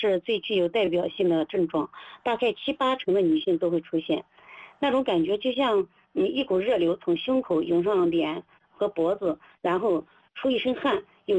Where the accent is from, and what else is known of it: China